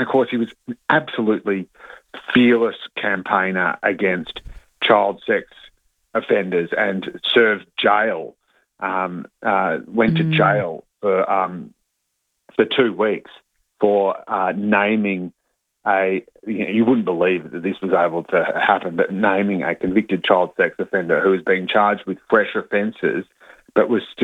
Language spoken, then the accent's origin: English; Melbourne, Victoria, Australia; I grew up in Melbourne